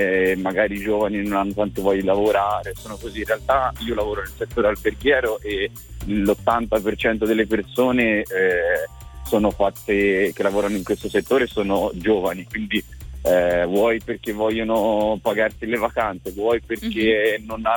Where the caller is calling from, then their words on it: Pisa, Tuscany, Italy; Io sono di Pisa, uh-huh. E ho 24 anni, quasi 25.